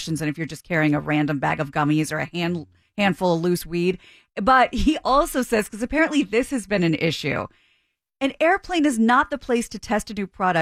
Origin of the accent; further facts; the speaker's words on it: Tornado Alley, United States; I agree about tornadoes because, you know, I grew up in Tornado Alley.